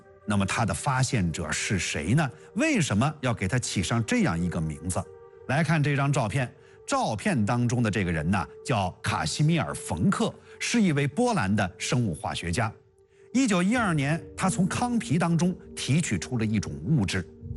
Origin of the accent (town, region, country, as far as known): China